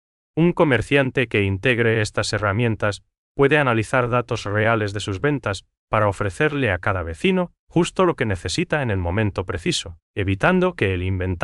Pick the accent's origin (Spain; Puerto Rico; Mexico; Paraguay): Paraguay; nos identifica como paraguayos.